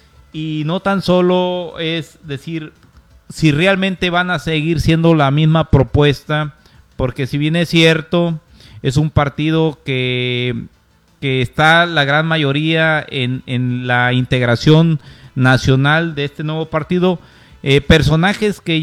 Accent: Mexico; Creo que como mexicanos no todos tenemos que ver que todas las derrotas sean malas.

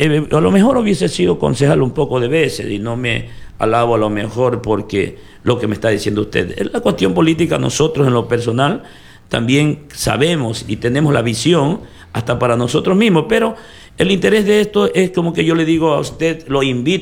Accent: El Guabo, El Oro, Ecuador; Sí, yo soy guabeño de corazón, siempre digo, amo a mi cantón, nacido en mi educación, en mi cantón, me he criado, jamás en la vida he emigrado

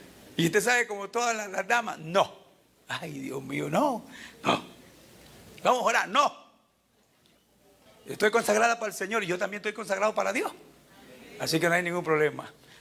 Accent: Panama; moved away; yo fui criado, en Panamá

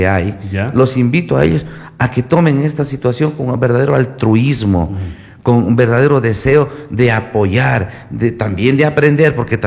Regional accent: Catamayo, Loja, Ecuador; yo soy de Catamayo.

